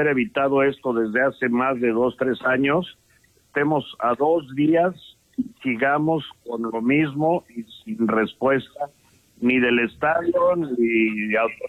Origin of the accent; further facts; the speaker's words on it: Mexico; esto ya es una cuestión de orgullo y dignidad como mexicano